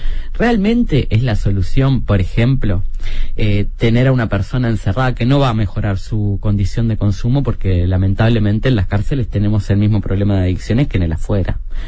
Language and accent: Spanish; Uruguay